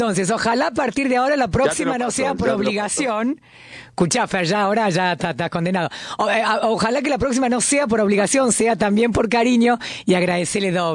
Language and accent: Spanish; Argentina; como periodista, como hincha de Boca y también como argentina